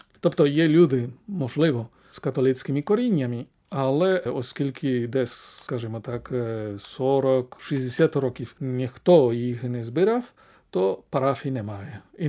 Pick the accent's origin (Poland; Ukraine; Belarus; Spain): Spain; Ukrainian is a second language; moved away; Якби я залишився в Іспанії, звідки я родом, то я би працював як священик в таких парафіях, котрі найважчі